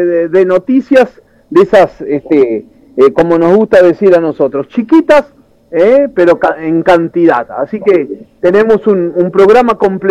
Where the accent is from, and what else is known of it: Uruguay